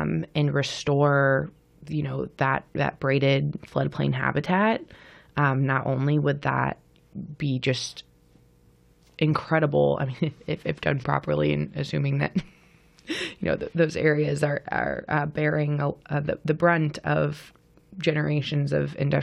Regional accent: Texas, United States; as someone who, I grew up in Central Texas, so the 4th of July floods really hit close to home.

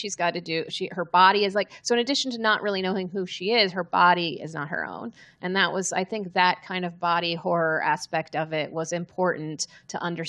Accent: Texas, United States; I'm from Texas.

